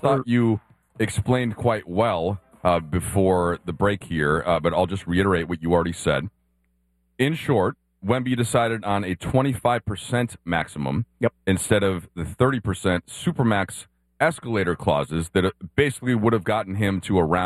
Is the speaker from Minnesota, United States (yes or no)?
yes; Minnesota, United States; I'm not from Los Angeles. Grew up in Minnesota. Was a Bulls fan because the Timberwolves didn't exist until 1989.